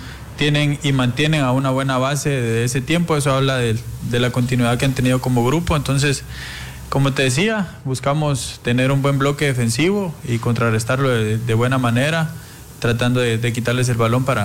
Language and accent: Spanish; Guatemala; Afortunadamente hemos tenido buenos representantes, creo yo, nosotros como guatemaltecos.